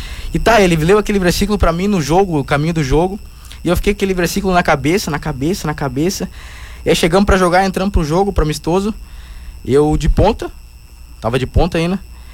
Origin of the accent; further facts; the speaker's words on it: Salvador do Sul, Rio Grande do Sul, Brazil; also born or lived in Porto Alegre; eu sou natural de Porto Alegre, nasci em Porto Alegre. E aí, mas morei em Salvador a vida inteira